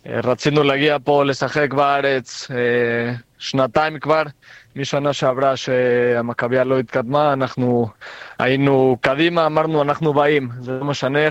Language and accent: Hebrew; Mexico; born there; first language Spanish; Hebrew is a second language; נולדתי במקסיקו, כן.